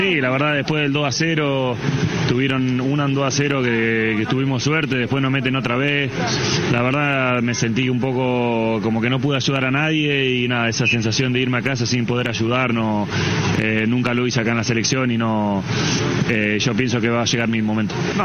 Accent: Argentina

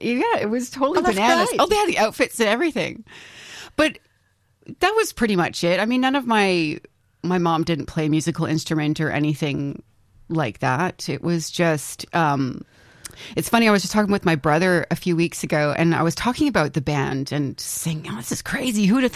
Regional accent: Winnipeg, Manitoba, Canada; And I grew up, born and raised in Winnipeg, which is Treaty 1 territory.

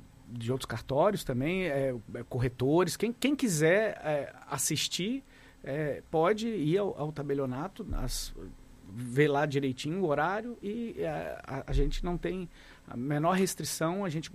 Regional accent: Florianópolis, Santa Catarina, Brazil; born there; moved away as an adult; also born or lived in Brasília; now in Joinville, Brazil; eu sou nascido em Florianópolis

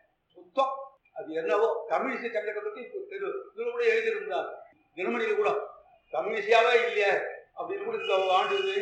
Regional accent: Kanchipuram, Tamil Nadu, India; நான் காஞ்சிபுரத்தை சேர்ந்தவன்றதால

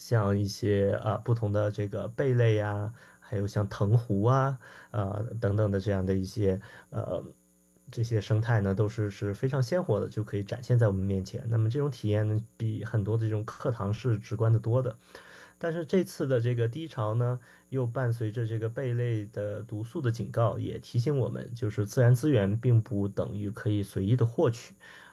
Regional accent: China; now in Seattle, United States; 我们中国人

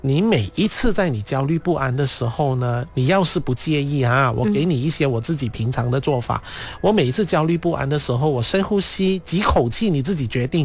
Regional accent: Guangdong, China; first language Cantonese; 可能你是福建话的，我是广东话的

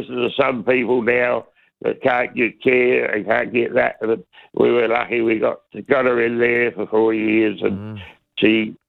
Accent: Port Pirie, South Australia, Australia; I come from Port Pirie, packed the suitcase and brought her down to Adelaide, put her in the nursing home, and she was there for 4 years.

